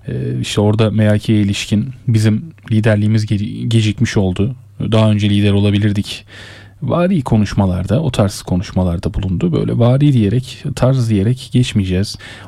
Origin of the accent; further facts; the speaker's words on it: Istanbul, Turkey; Ben bilmiyorum Bayrampaşa'lıyım.